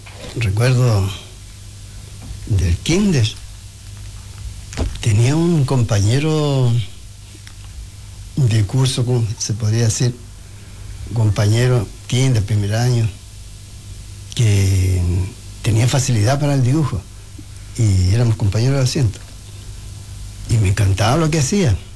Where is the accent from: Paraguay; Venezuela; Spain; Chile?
Chile; Los Sauces, Araucanía; yo nací en Los Sauces, esa es mi tierra natal